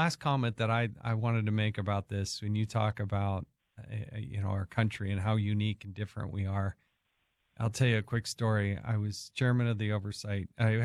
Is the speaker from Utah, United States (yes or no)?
yes; Utah, United States; I'm a member of Congress. I'm from Utah. I'm not in the military.